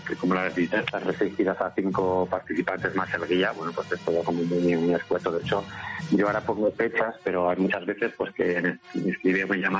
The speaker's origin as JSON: {"language": "Spanish", "town": "Salamanca", "region": "Castile and León", "country": "Spain", "said": "yo la verdad es que suelo ir mucho porque, como digo, soy de Salamanca"}